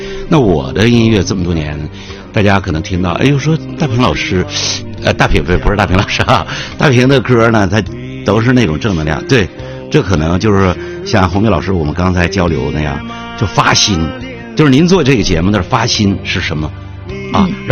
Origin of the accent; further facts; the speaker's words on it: Baicheng, Jilin, China; 在我的故乡白城啊，我和我的弟弟成立了一个众邦公益。